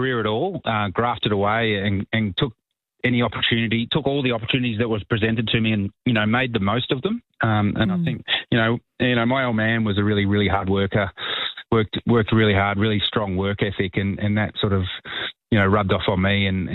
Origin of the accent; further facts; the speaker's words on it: Perth, Western Australia, Australia; So I'd been playing AFL footy as a young kid, as you do growing up in Perth. It's an AFL town.